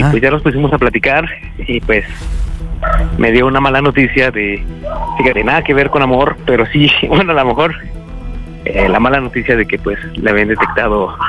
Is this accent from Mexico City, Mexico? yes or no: yes; Mexico City, Mexico; born or raised there; now in Misantla, Mexico